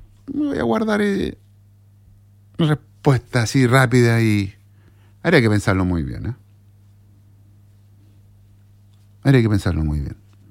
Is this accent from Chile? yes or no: yes; Iquique, Tarapacá, Chile; Cuando jugaba cuando niño, cuando jugábamos en la Liga de Iquique, ¿no? En la Junior Peneca.